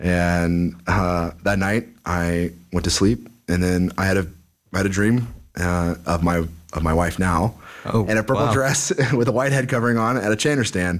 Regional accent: New Jersey, United States; born there; also born or lived in California / Fort Wayne, Indiana / Iowa; No, I consider myself from New Jersey. Don't hold that against me now.

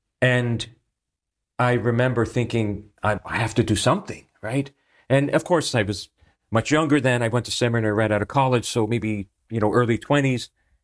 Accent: Pennsylvania, United States; I remember when I was in seminary, I was driving back from Boston to go home to Eastern Pennsylvania.

